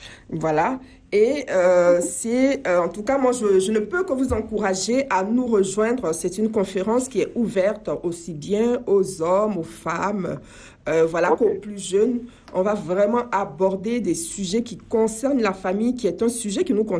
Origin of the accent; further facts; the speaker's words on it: Côte d’Ivoire; now in France; moi-même, je viens de France, donc je suis originaire de la Côte d'Ivoire, c'est vrai, mais je vis en France, donc je viens de France.